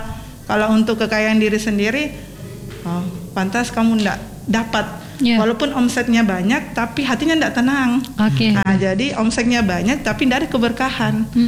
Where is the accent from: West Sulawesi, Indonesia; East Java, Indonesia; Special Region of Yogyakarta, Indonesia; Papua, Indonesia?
West Sulawesi, Indonesia; Mamuju; Di situ saya sendiri dari Mamuju. Dari Mamuju sendiri ikut gabung di chapter Makassar.